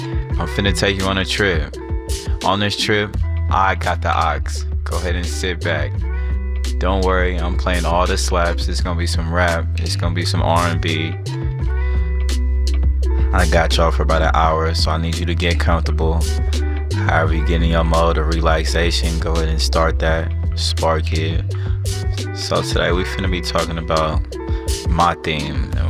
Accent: Sacramento, California, United States; I'm from Sacramento, 916, the city of trees. You know, it's very sunny out there.

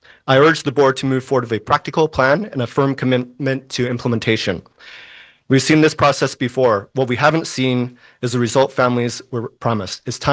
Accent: San Francisco, California, United States; Growing up in the Sunset, my brother and I waited outside Jefferson Elementary every morning

